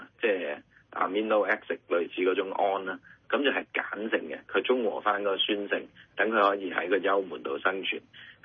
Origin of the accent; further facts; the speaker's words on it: Hong Kong; 我哋香港人